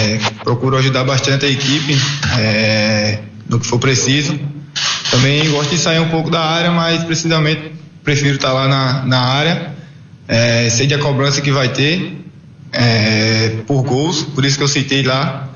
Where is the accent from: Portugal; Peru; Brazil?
Brazil; Paraíba; moved away as an adult